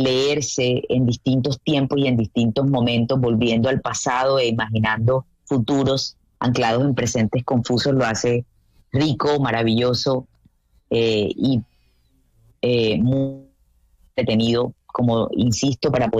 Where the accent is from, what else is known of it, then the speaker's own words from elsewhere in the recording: Caribbean Region, Colombia; Yo soy del Caribe colombiano, y crecí en una familia en donde me contaban historias fantásticas sobre brujas y sobre personas que leían el café.